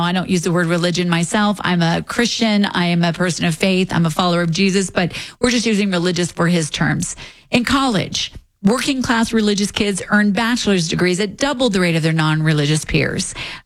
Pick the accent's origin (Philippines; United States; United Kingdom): United States; as an American, as a mom